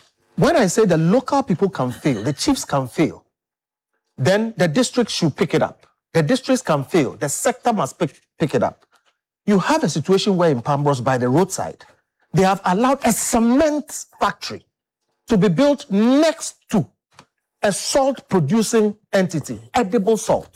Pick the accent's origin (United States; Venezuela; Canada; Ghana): Ghana; Accra, Greater Accra; I grew up in Dansoma's Adodoko area.